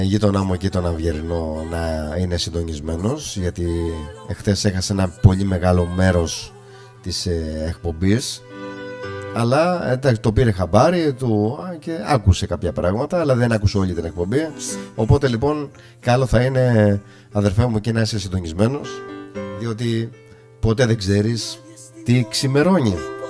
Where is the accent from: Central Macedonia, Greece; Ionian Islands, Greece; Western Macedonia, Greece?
Ionian Islands, Greece; Tragaki; φίλους εκεί από το χωριό μου, από το τραγάκι.